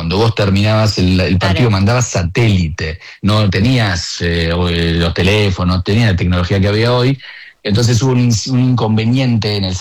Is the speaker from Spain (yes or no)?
no; Argentina; nosotros, obviamente, como buenos argentinos